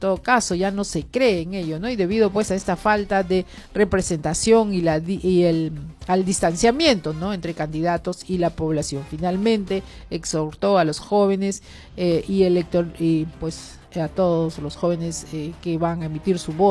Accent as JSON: {"language": "Spanish", "area": "Villa El Salvador", "region": "Lima", "country": "Peru", "said": "los vecinos de Villa El Salvador, resaltando un poco lo orgullosos, ¿no?, que son y que somos de ser de Villa El Salvador."}